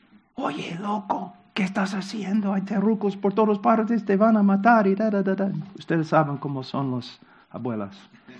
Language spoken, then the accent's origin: Spanish; United States; en mi país, los hombres que se rebelaron contra Inglaterra en 1776